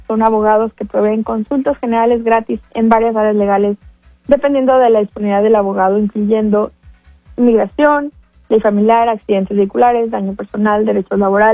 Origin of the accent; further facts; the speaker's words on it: Mexico; Que también nosotros como mexicanos pues celebramos.